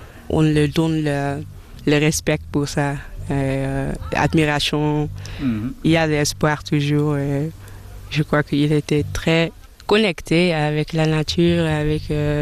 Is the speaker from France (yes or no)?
no; Amsterdam, North Holland, Netherlands; French is a second language; J'ai grandi à Amsterdam, en Hollande.